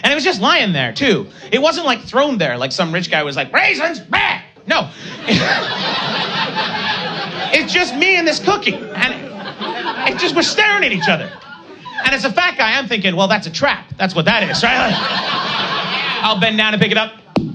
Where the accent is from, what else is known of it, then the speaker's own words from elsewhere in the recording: England, United Kingdom; now in United States; Because I'm a British guy. I was born in England.